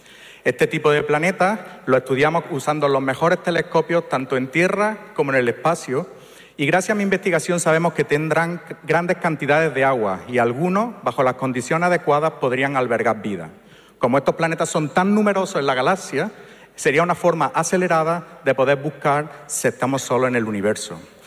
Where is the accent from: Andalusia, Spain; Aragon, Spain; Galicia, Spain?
Andalusia, Spain; Priego de Córdoba; now in Granada, Spain; en mi pueblo, Priego de Córdoba